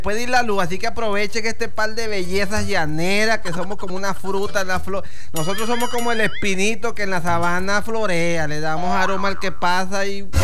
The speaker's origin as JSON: {"language": "Spanish", "town": "Valle de la Pascua", "region": "Guárico", "country": "Venezuela", "said": "yo soy llanero, pero llanero fino"}